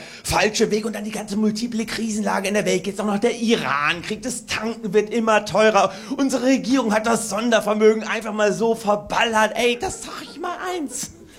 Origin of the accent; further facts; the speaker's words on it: Berlin, Germany; das ist für mich als Berliner wirklich in diesem Jahr keine Selbstverständlichkeit.